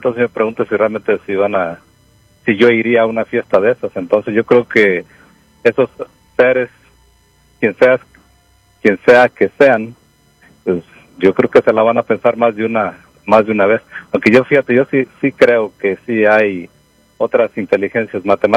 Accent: Jalisco, Mexico; moved away; ahí era la parte más alta de los Altos de Jalisco, donde yo crecí

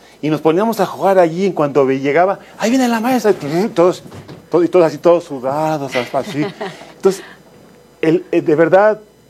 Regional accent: Magdalena Contreras, Mexico City, Mexico

